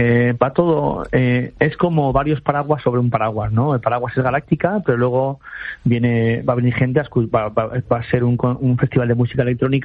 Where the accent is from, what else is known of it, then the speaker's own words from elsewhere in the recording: Valencian Community, Spain; Yo como valenciano, son las mejores que se hacen en Valencia, así.